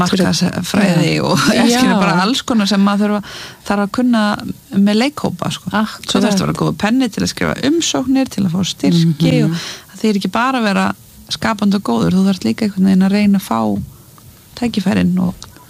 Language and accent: Icelandic; Mosfellsbær, Capital Region, Iceland; Já, ég elst upp í Mosels bæ með mömmu og, þarna, og eldri bróðum mínum og þetta bara svona venjulegt Mosó líf